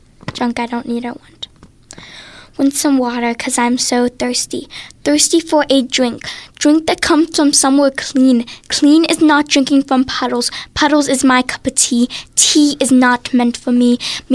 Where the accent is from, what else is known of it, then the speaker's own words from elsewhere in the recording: Pittsburgh, Pennsylvania, United States; I'm from the north side.